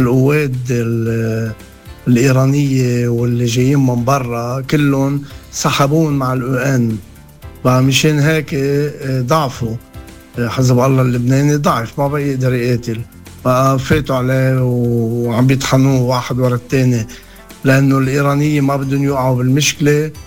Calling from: Germany; من ألمانيا.

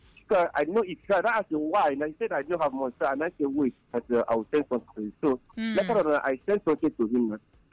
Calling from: Enugu State, Nigeria; From Molo.

